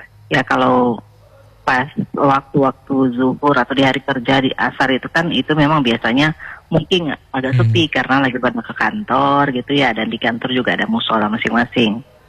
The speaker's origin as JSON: {"language": "Indonesian", "region": "Gorontalo", "country": "Indonesia"}